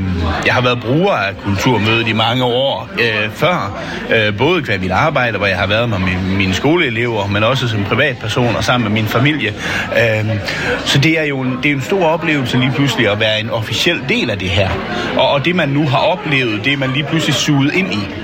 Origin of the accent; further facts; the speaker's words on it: Mors, North Denmark Region, Denmark